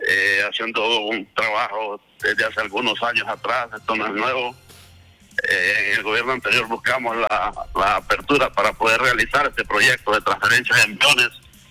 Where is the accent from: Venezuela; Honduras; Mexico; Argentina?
Honduras